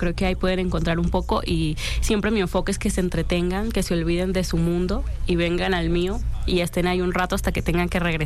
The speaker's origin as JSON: {"language": "Spanish", "country": "Colombia"}